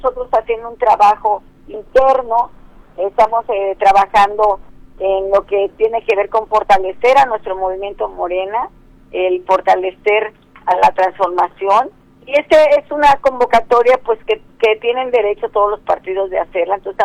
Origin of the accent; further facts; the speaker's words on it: Guerrero, Mexico; Yo soy guerrerense, soy del pueblo, vengo de una familia campesina, soy del pueblo guerrerense